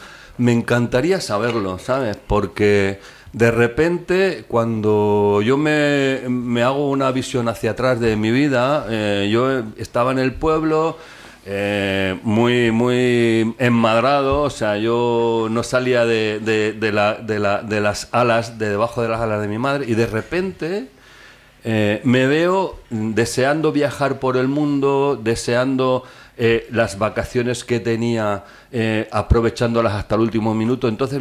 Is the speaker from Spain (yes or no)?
yes; Fuensalida, Castilla-La Mancha, Spain; accent: manchego; moved away as an adult; Yo soy de Fuensalida. Ah, pueblo de los zapatos.